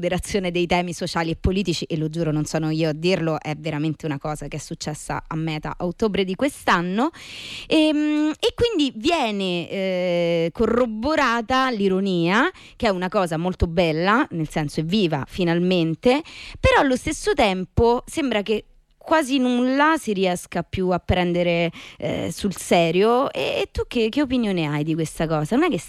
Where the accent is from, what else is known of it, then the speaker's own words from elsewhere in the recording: Rome, Lazio, Italy; E io sono di Torre Vecchia, quindi okay, capito, siamo... Lei andava all'elementare, alla Cesare Pavese, che stava accanto a casa mia, io ci passavo davanti, però andavo all'elementare dalle suore